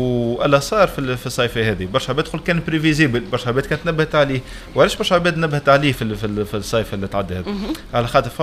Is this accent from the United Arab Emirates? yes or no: no; Tunisia; نحن في تونس